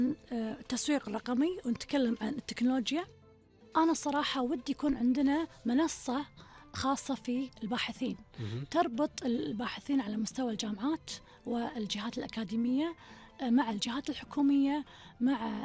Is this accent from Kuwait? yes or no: yes; Kuwait; عندنا بالكويت